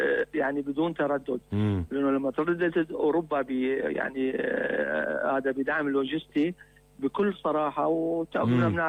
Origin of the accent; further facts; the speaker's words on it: Jabal Amil, Lebanon; نحن لبنانيين، نحن مانا إيرانيين، نحن أبناء جبل عامل، إحنا شيعة لبنان، إحنا شيعة العرب